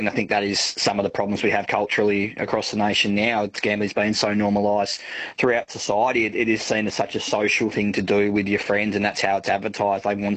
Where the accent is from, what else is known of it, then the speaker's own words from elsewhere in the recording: Tasmania, Australia; I'm from Tassie and grew up playing footy down here at a decent level and was playing around the older men at that time.